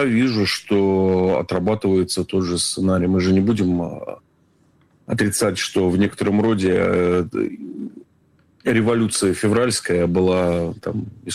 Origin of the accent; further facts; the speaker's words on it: St Petersburg, Russia; те самые камыши, в которых я вырос в Петербурге, да, и в Изабе.